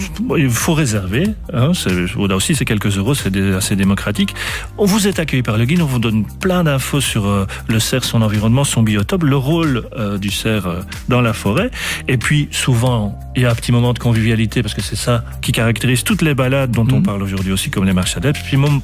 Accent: Wallonia, Belgium

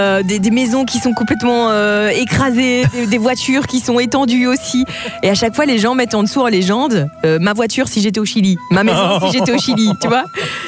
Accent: Belgium; moi, en tant que Belge

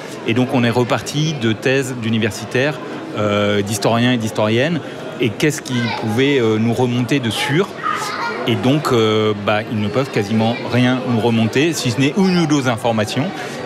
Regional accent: France; Nous en France, moi je suis français

